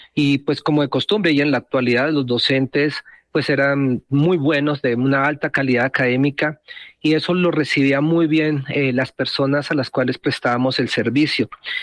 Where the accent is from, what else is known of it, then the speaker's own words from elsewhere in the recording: Tunja, Boyacá, Colombia; Yo soy de provincia, yo soy de Tunja, mi familia era boyacense